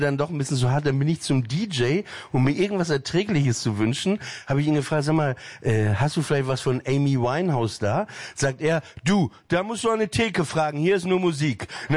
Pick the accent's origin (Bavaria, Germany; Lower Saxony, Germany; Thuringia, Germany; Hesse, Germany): Lower Saxony, Germany; Papenburg; Ich komme aus Papenburg im Emsland, ne, da ist das da benutzt man auch nicht so viele Worte